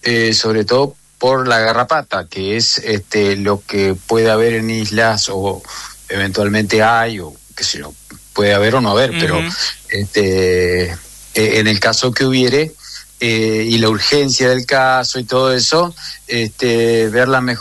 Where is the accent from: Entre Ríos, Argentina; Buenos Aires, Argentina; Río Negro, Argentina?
Entre Ríos, Argentina; La Paz; Acá también en la zona de La Paz, yo soy de La Paz